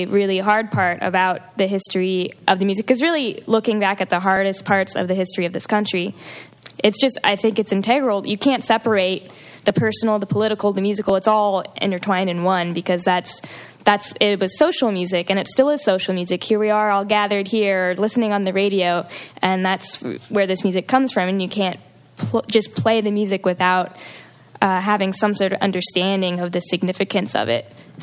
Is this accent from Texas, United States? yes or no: no; Oregon, United States; well, for me, I'm an outsider. I'm from Oregon. I don't have any claim to this music at all.